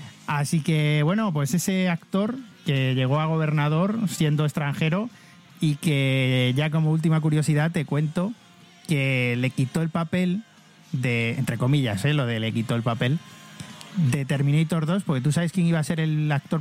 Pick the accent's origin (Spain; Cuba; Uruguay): Spain